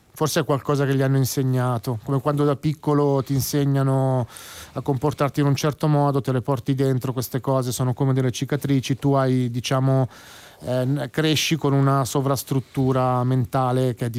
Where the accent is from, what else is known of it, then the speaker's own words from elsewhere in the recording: Brianza, Lombardy, Italy; noi da ragazzini in Lombardia, in Brianza